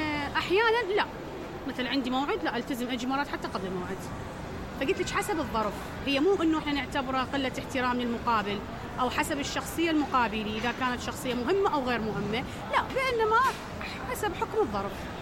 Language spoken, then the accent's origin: Arabic; Iraq; طبيعتنا احنا كعراقيين